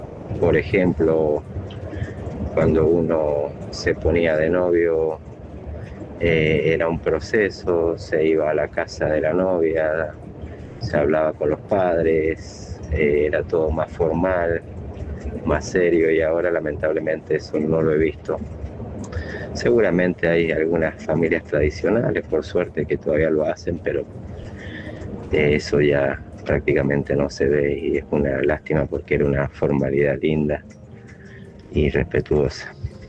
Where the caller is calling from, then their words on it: Maipú, Mendoza, Argentina; de Maipú, Mendoza, el chofer de larga distancia.